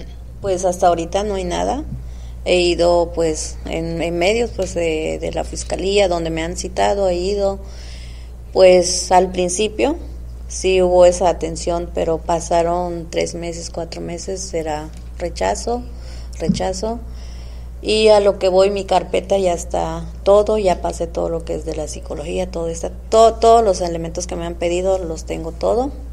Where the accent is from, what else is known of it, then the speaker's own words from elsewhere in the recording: Chiapas, Mexico; now in Tijuana, Mexico; Yo vengo de Chiapas, soy una persona pues indígena, digamos.